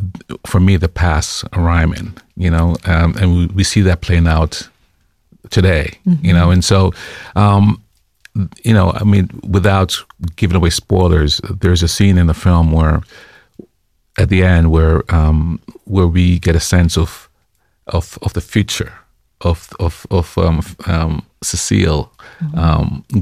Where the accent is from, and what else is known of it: Jamaica; born there